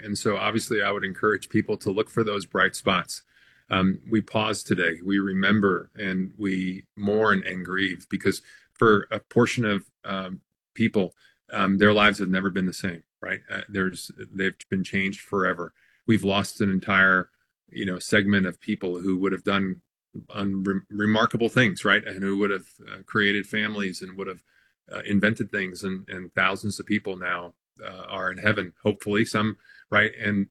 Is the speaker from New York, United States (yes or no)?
yes; New York City, New York, United States; being a native New Yorker, obviously I'm going to be partial to my home state.